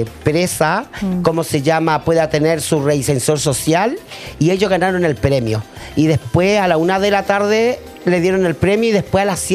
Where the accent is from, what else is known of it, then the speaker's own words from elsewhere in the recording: Valparaíso, Chile; Como buena porteña, yo soy del puerto.